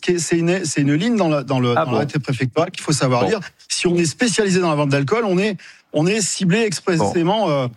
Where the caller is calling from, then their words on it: Saint-Bonnet-le-Froid, Auvergne-Rhône-Alpes, France; je suis à Saint-Bonnet-le-Froid